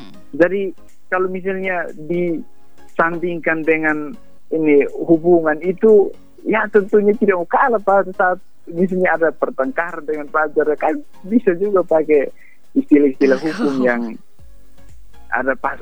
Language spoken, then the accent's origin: Indonesian; Biboki district, East Nusa Tenggara, Indonesia; di kampung saya Ibu, saya berasal dari Desa Epopa, Kecamatan Bibokitan Pala, mungkin bertetangga dengan Kabupaten Belu Ibu.